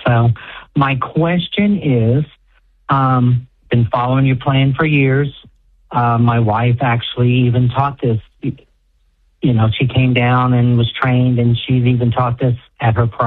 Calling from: Effingham, Illinois, United States; I'm actually from Effingham, Illinois.

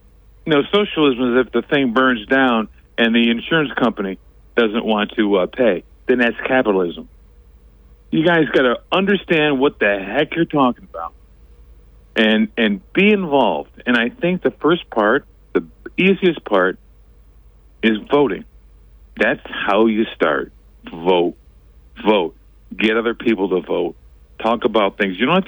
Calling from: Binghamton, New York, United States; Hey, good morning, Bob. … from Binghamton.

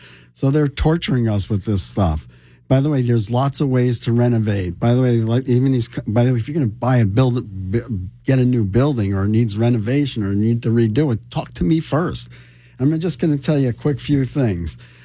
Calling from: Rahway, New Jersey, United States; I'm from Rahway, New Jersey. The town went to poop.

